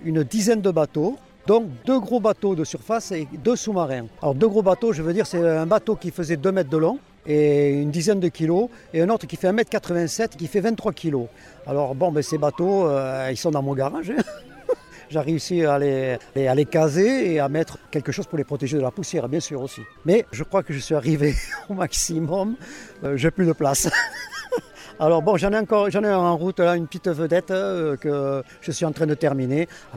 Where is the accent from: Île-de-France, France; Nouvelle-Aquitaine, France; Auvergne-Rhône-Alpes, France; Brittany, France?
Nouvelle-Aquitaine, France; Pau; Et comme je suis d'origine du Béarn, de Pau, et elle est d'origine de Guipuscoa, on a dit eh bien, on ira vivre en Daï au milieu.